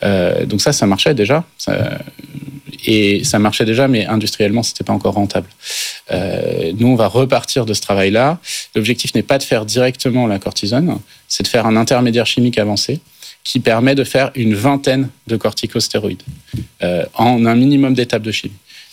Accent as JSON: {"language": "French", "country": "France", "said": "chez nous en France"}